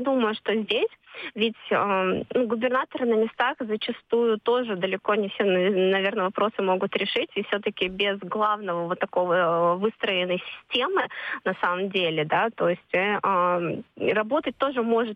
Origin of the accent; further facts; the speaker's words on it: Moscow, Russia; Мы с вами, москвичи, тоже прекрасно знаем